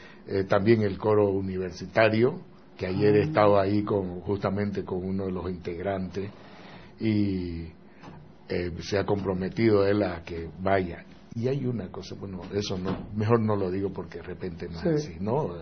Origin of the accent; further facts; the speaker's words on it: Santa Cruz, Bolivia; los dueños de la plaza, que somos los cruceños, los cambas.